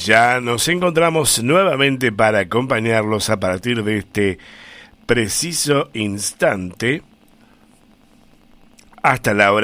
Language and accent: Spanish; Argentina; como somos los argentinos, ¿no es cierto?